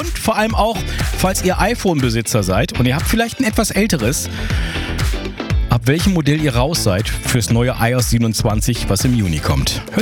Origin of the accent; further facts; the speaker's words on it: Oldenburg, Lower Saxony, Germany; born there; Grünkohlkönig bin ich schon mal geworden bei mir in meiner Geburtsstadt Oldenburg.